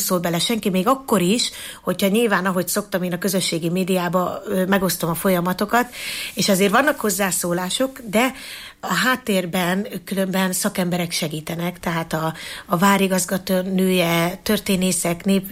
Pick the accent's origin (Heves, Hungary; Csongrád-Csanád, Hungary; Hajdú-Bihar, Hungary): Heves, Hungary; Eger; EGRI nőként itt nőttem fel, tehát tudom, hogy mit jelent jelent az, hogy a városom a mindenem